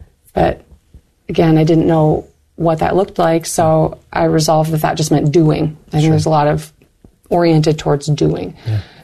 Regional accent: Michigan, United States; there's a Northern Michigan University is also in my hometown

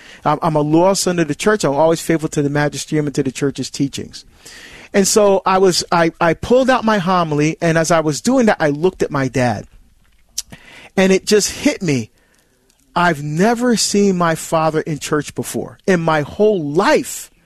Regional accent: Barbados; very popular in my country, my home country of Barbados. In fact, when my daughter Angela and I go home, or when I call home Barbados, that's where I'm from, right?

